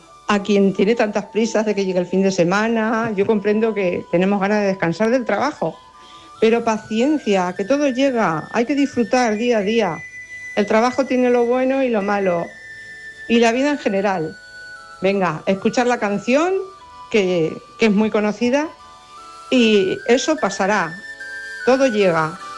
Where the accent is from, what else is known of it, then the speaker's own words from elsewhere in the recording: Puertollano, Castilla-La Mancha, Spain; de Puerto Llano. Y buenos días, rotonderos, rotonderas.